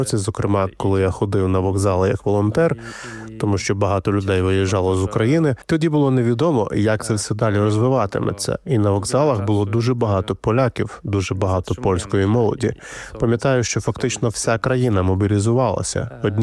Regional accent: Poland; Ukrainian is a second language; коли я їжджу туди в Україну і послуговуюся українською мовою, то не завжди згадую, принаймні спочатку, що я поляк.

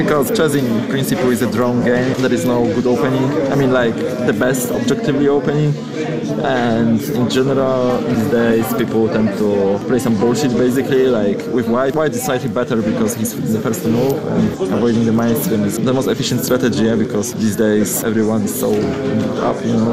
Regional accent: Poland; I'm Grand Ambassador from Poland.

